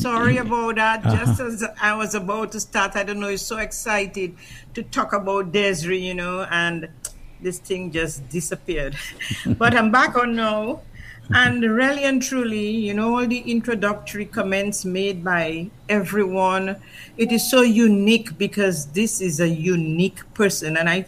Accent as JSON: {"language": "English", "town": "Goodwill", "region": "Saint George", "country": "Dominica", "tie": "born or raised there", "said": "We grew up in Goodwill, Murphy's Lane. My family lived just a stone throw away from her family, the Kentishes."}